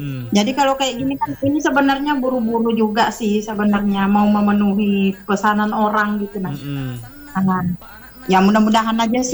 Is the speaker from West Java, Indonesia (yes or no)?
no; Sidrap, South Sulawesi, Indonesia; moved away as an adult; now in Samarinda, Indonesia; aku aja merantau ke sini nih, enggak banyak aku tahu daerahku. Tahunya cuma daerah Sidrap itu aja.